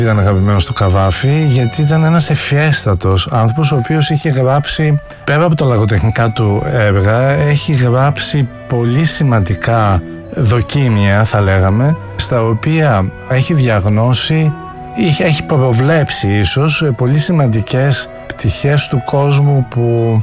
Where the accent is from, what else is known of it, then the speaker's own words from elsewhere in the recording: Peloponnese, Greece; born there; also born or lived in Athens; Γεννήθηκα στην Αρκαδία, αλλά έζησα ένα μεγάλο μέρος της ζωής μου εδώ στην Αθήνα και έφυγα για σπουδές, για το διδακτορικό, στο Πανεπιστήμιο του Χάρβαρντ